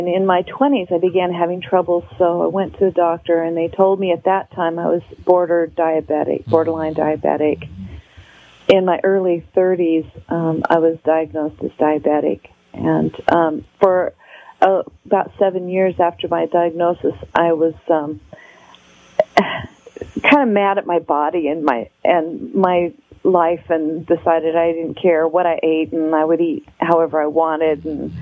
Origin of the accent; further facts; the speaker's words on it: Alaska, United States; I've always loved walking. I've always loved being outside. I was raised in Southeast Alaska.